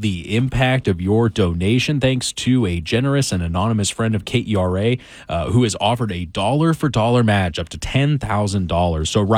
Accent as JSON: {"language": "English", "town": "Plano", "region": "Texas", "country": "United States", "tie": "born or raised there", "said": "Personally, I grew up in North Texas. Shout out to Plano."}